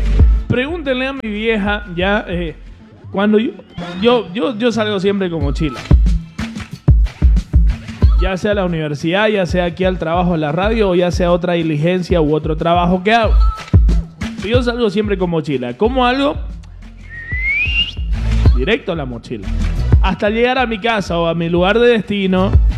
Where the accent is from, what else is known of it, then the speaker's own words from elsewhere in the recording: Santa Cruz, Bolivia; yo soy boliviano. Soy más camba que la yuca.